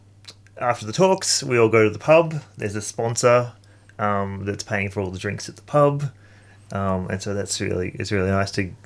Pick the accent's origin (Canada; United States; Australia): Australia; Melbourne, Victoria; I grew up in Collingwood